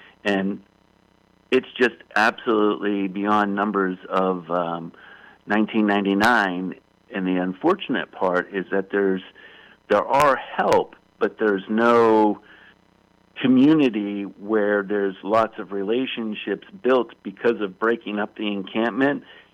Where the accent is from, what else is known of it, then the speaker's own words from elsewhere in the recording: Bangor, Maine, United States; So what particularly is interesting about my hometown city, Bangor, Maine, is that we're the last city until Canada, until the Great Frontier.